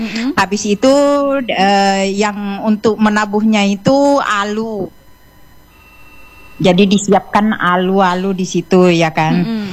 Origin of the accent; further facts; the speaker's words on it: South Sulawesi, Indonesia; karena mapadendang itu di kita orang Bugis itu menabuh alat-alat musik yang enggak diangkat gitu